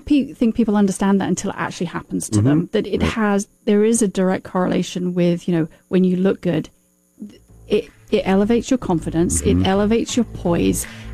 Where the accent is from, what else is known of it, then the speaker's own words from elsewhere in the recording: United Kingdom; I'm British.